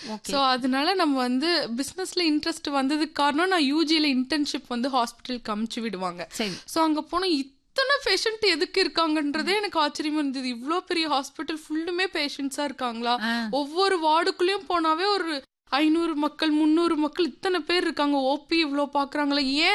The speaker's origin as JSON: {"language": "Tamil", "town": "Vellakoil", "region": "Tamil Nadu", "country": "India", "tie": "born there", "also_born_or_lived": "Tiruchengode", "said": "நான் பிறந்த ஊர் வந்து வெள்ளக்கோயிலுங்க. ஸ்கூல் எல்லாமே வந்து எஸ்கேவில படிச்சேன், திருச்செங்கோடுங்க. காலேஜ் வந்து அவினாசிலிங்கம் காலேஜ்ல படிச்சேங்க. யூஜி பிஜி ரெண்டுமே வந்து நான் அவினாசிலிங்கம்ல தான் படிச்சேங்க."}